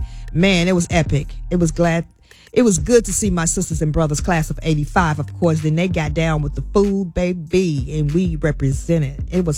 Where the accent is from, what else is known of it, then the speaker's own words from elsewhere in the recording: Chicago, Illinois, United States; Go to Chi-Town, my hometown, to visit my family.